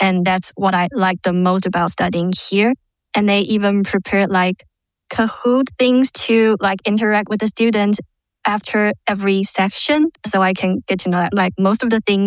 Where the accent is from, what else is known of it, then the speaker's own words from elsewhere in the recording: Taiwan; I'm from Taiwan, studying in the National Taiwan University back then.